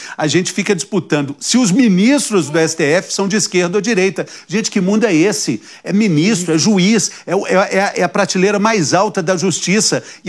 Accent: Belo Horizonte, Minas Gerais, Brazil; eu sou de BH

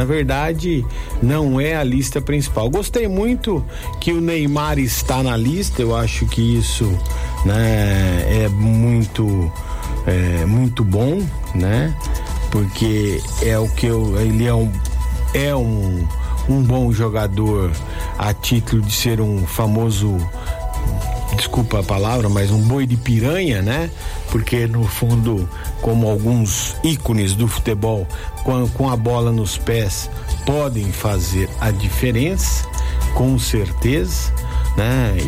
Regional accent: Brazil; vamos torcer para o Brasil, porque somos brasileiros acima de tudo.

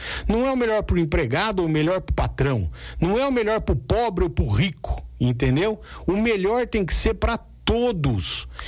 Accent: Brazil; Eu sou brasileiro.

